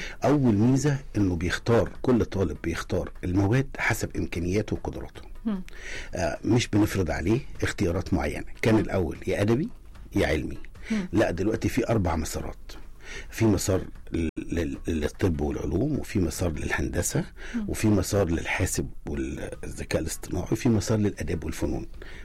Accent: Egypt

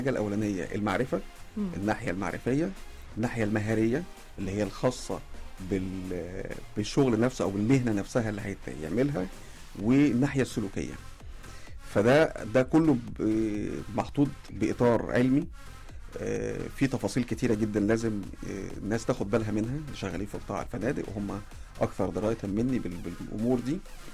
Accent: Egypt; احنا كشعب مصري متميزين بالترحاب للضيوف

